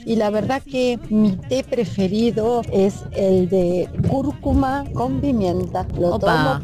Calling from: Ciudad Jardín Lomas del Palomar, Buenos Aires Province, Argentina; de Ciudad Jardín.

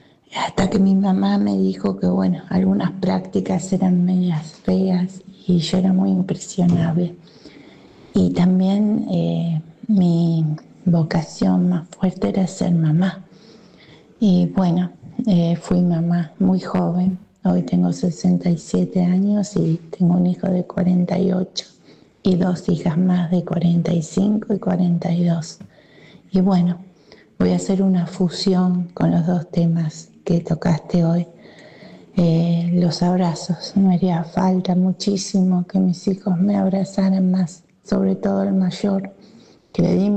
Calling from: Rosario, Santa Fe, Argentina; de Rosario.

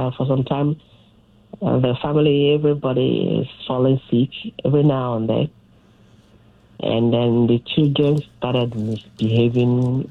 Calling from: Texas, United States; I'm calling from Texas.

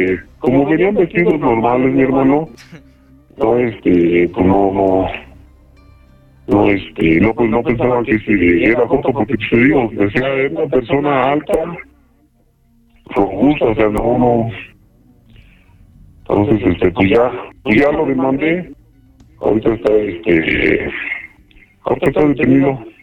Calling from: Mexico City, Mexico; soy de aquí de Iztapalapa.

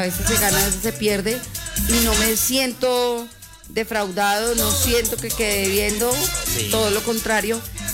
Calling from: Colombia

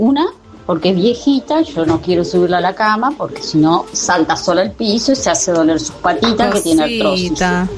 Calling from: Buenos Aires, Argentina; de Villa Devoto.

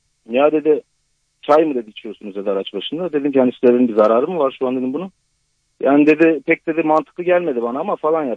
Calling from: Istanbul, Turkey; ben de İstanbul'dan arıyorum.

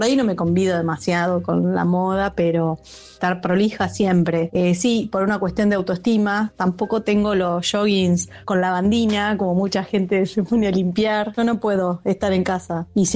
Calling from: Azul, Buenos Aires Province, Argentina; desde Azul.

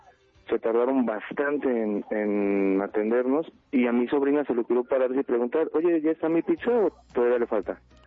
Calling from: Naucalpan de Juárez, State of Mexico, Mexico; Naucalpan de Juárez.

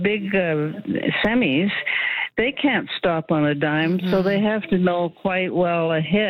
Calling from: Calgary, Alberta, Canada; Well, I'm calling from Calgary

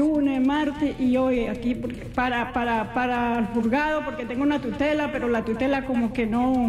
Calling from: Santa Marta, Magdalena, Colombia; yo no vivo aquí, yo vivo en Santa Marta.

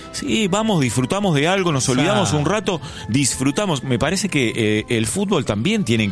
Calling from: Buenos Aires, Argentina; de Chacarita

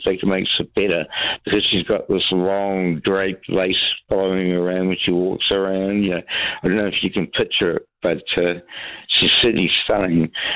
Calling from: Palmerston North, Manawatū-Whanganui, New Zealand

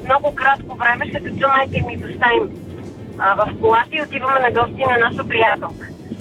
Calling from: Sofia, Sofia City, Bulgaria; И съм от София.

